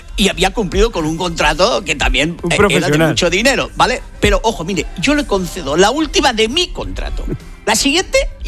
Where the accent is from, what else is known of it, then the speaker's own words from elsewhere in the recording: Barcelona, Catalonia, Spain; Como españoles, como catalanes, como de Barcelona